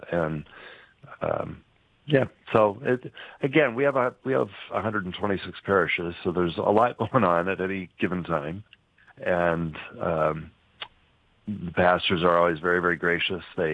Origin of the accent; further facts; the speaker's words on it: Omaha, Nebraska, United States; I grew up in Omaha